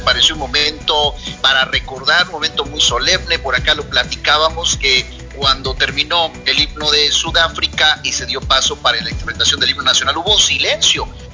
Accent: Mexico; la fuerza de la unión que tenemos como mexicanos.

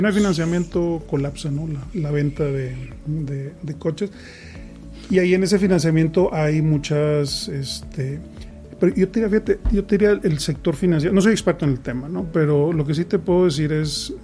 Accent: Mexico; Yo soy fan de nuestro país

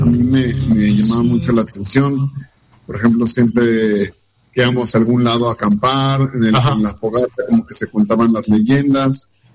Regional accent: Mexico

